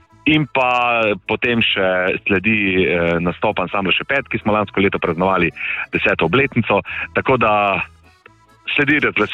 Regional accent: Topolšica, Savinja, Slovenia; born there; now in Šmartno ob Paki, Slovenia; v, bom rekel, mojem rojstnem kraju, Topolšici. In že prej, leta in leta nazaj, sem si želel eno tako tekmovanje pripeljati v moj kraj. Čeprav tam ne živim, živim zdaj v Šmartnem opaki, ampak vseeno, tam so moje korenine.

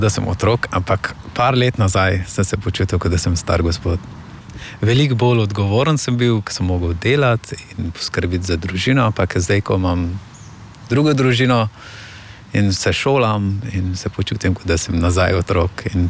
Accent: Afghanistan; Slovenian is a second language; now in Slovenia; prehajam iz Afganistana in sem 23 let star.

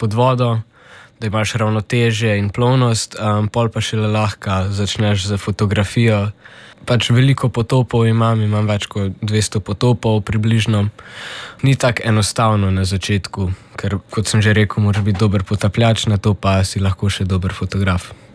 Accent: Celje, Savinja, Slovenia; Ja, se pravi, z družino smo originalno iz Celja. V Umagu na Hrvaškem imamo potapljaški center, kjer delamo poleti, ko je sezona.

